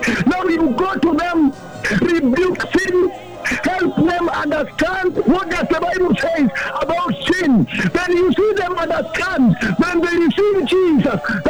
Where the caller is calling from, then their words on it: Soi, Uasin Gishu County, Kenya; I'm calling you from Soi region.